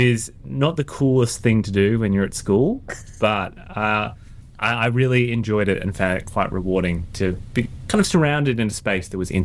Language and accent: English; Canberra, Australian Capital Territory, Australia; I grew up in Canberra.